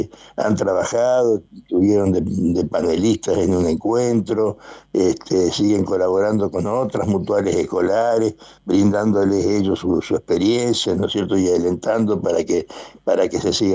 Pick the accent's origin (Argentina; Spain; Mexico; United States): Argentina; San Justo, Santa Fe; born there; moved away; San Justo es mi ciudad del corazón, porque yo estudié y hice secundario en San Justo, allí me recibí de maestro.